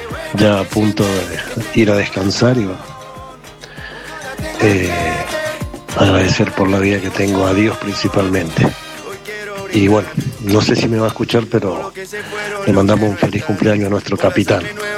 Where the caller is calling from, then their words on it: Mendoza, Argentina; Hola, buenos días. … de Mendoza.